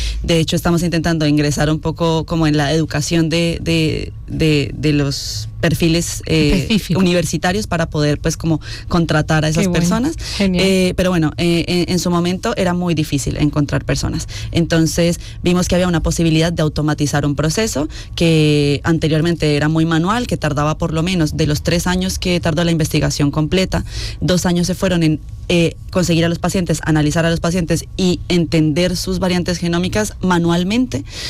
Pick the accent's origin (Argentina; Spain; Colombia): Colombia; Yo en Colombia había tenido la oportunidad de trabajar, que yo soy colombiana, por si acaso, había tenido la oportunidad de trabajar con algunas empresas del sector sanitario